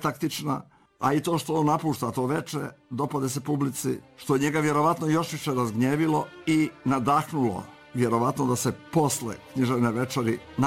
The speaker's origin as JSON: {"language": "Serbian", "country": "Montenegro", "said": "koji smo iz Crne Gore, a hrišćani smo pravoslavci, svi smo Srbi."}